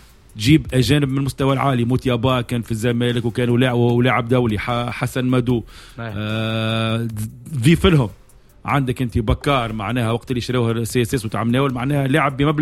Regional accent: Tunisia; احسن لعب وسط ميدان في البطوله التونسيه كتونسي

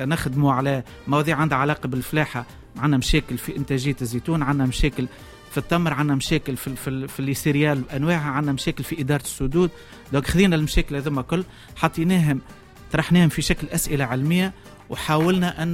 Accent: Tunisia; عندنا في تونس

